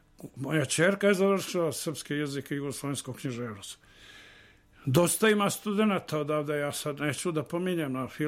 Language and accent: Serbian; Montenegro; Ja sam iz Crne Gore